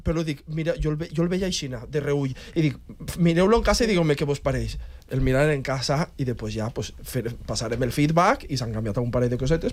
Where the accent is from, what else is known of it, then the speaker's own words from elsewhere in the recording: Guadassuar, Valencian Community, Spain; Que jo soc un xaval, que jo no soc ningú, que jo soc un xaval de Guadassuar.